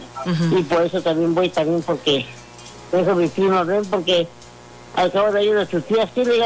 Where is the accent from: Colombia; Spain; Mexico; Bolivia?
Mexico; Oaxaca; born there; moved away; Ya el miércoles ya me voy para mi tierra. Ah, sí, ¿a dónde vas, corazón? A Oaxaca.